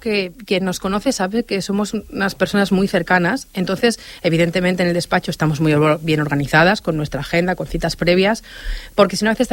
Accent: Sant Boi de Llobregat, Catalonia, Spain; Bueno, pues yo soy de Sant Boi de toda la vida.

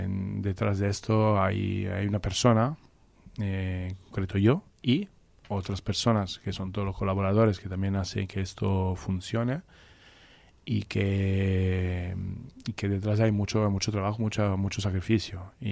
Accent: Piedmont, Italy; Spanish is a second language; Y, por ejemplo, de donde vengo yo, del Piemonte, se hace mucho, hay mucha carne, bueno, brasada, cocinada lentamente, estofados.

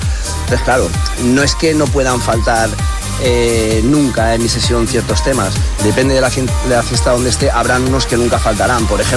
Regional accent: Mataró, Catalonia, Spain; Tenía yo 12 o 13 años e intentaba colarme en todas, pero en algunas de Mataró, de mi ciudad natal, conseguía entrar en Nivei

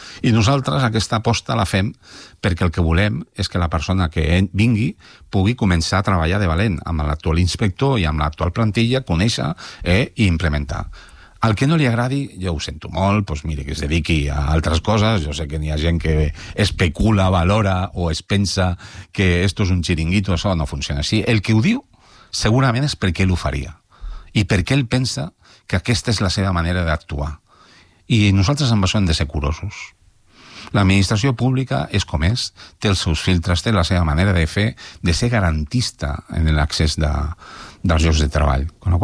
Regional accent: Molins de Rei, Catalonia, Spain; jo soc de Molins de tota la vida. I els meus fills viuen aquí. La meva família viu aquí.

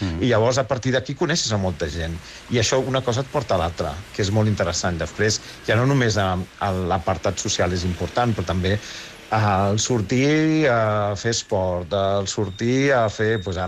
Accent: Barcelona, Catalonia, Spain; moved away; jo sóc de Gràcia, i haig de dir que Gràcia, això, jo ho tenia més, anava saludant els veïns, coneixies a la gent

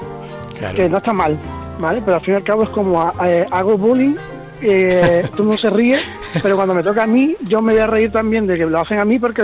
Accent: Jerez, Andalusia, Spain; also born or lived in Las Palmas; Yo nací en Las Palmas, Gran Canaria, en la clínica del Pino, el 10 de Santa Rita. O sea, se puede ser más canario. Lo que pasa que mi padre era de Cádiz y me crié en Jerez.

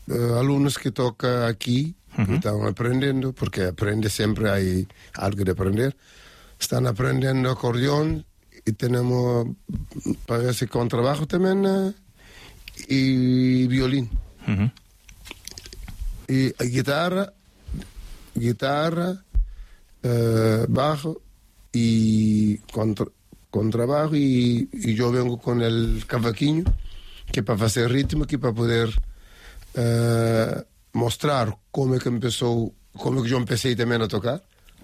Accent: Cape Verde; Spanish is a second language; Yo estoy aquí ahora por conocimiento de mi amigo, que nos conocemos ahí en mi tierra, en Cabo Verde, en el pueblo, pues conocemos la vila. Pues si hablo español, yo también hablo español un poco.

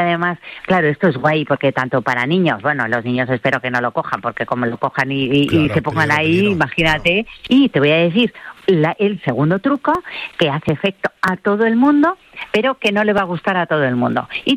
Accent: Spain; De la Vera, por supuesto, que para eso somos españoles y vamos a tirar a nuestra tierra.

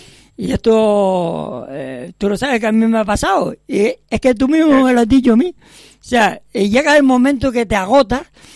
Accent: Vega de San Mateo, Canary Islands, Spain; me gustaría como ciudadano y votante en San Mateo que mi pueblo tenga lo mejor.

